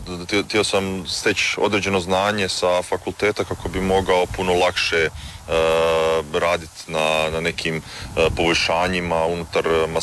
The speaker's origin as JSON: {"language": "Croatian", "town": "Zagreb", "region": "City of Zagreb", "country": "Croatia", "tie": "born or raised there", "also_born_or_lived": "Germany", "said": "ja sam rođen zapravo u Njemačkoj i onda su se moji roditelji vratili natrag u Hrvatsku 2000. godine, preselili su u Zagreb. I ja sam tamo završio i osnovnu, srednju školu, fakultet."}